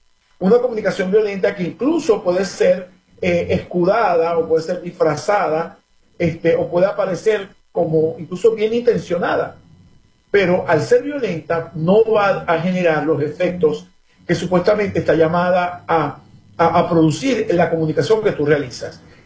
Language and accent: Spanish; Venezuela